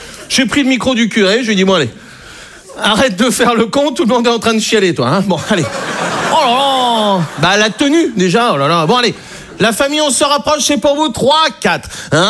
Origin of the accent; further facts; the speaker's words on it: Brittany, France; je suis breton, j'ai 20 ans.